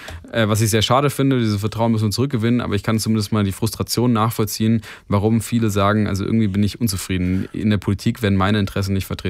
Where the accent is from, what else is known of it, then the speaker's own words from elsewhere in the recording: Baden-Württemberg, Germany; Also ich komme jetzt aus Baden-Württemberg